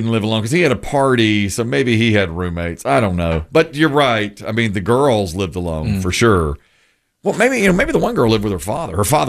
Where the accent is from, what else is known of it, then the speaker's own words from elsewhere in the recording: Asheboro, North Carolina, United States; So I was so new to the ways of the world. I'm from Asheboro, North Carolina. I didn't know anything.